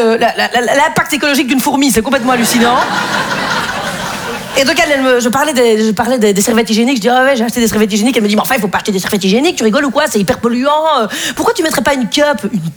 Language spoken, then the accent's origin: French; Belgium; je suis belge